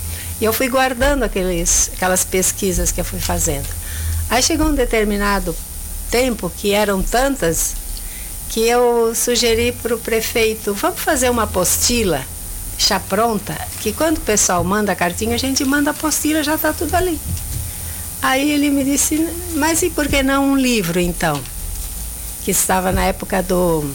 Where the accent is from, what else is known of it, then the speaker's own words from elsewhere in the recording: Orleans, Santa Catarina, Brazil; also born or lived in Rio Pinheiros Alto; eu vivi lá até os 5 anos, perto dos 6, depois eu vim com os meus pais para Orleans. Morei sempre aqui.